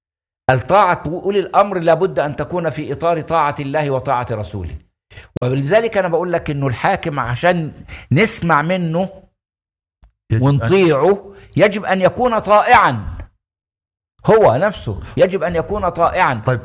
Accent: Egypt

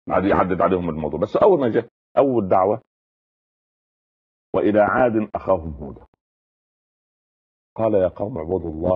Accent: Egypt; احنا يعني الناس المصريين

